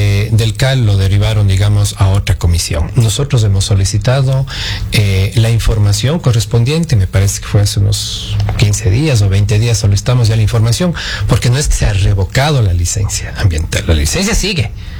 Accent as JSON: {"language": "Spanish", "country": "Ecuador"}